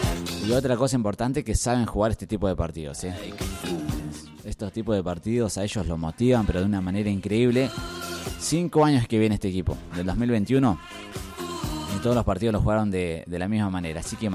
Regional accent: Argentina; somos así los argentinos.

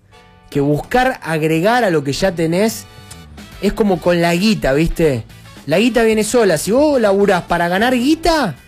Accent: Argentina

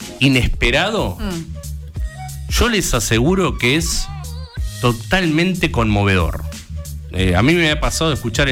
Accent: Argentina

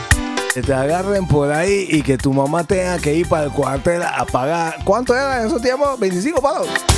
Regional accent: Colón, Panama; moved away; Yo vivía por calle 10.

